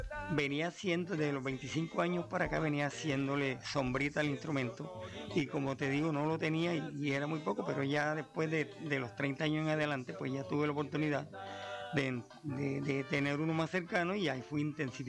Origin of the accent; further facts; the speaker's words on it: Tierralta, Córdoba, Colombia; born there; yo soy exactamente de una vereda llamada Carrizola, perteneciente a ese famoso corregimiento